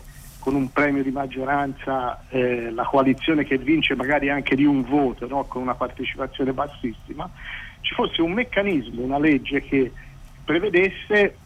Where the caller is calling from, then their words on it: Pisa, Tuscany, Italy; Buongiorno